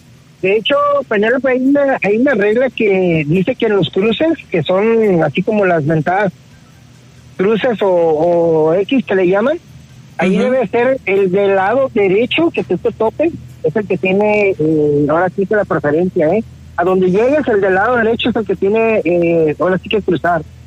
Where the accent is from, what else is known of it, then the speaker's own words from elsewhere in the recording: Mexico; Y como mexicano decimos